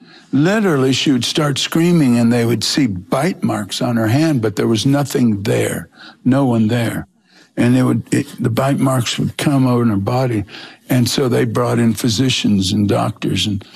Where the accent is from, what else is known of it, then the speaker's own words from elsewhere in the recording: Kolkata, West Bengal, India; born there; Oh, my, I was born in Calcutta, India.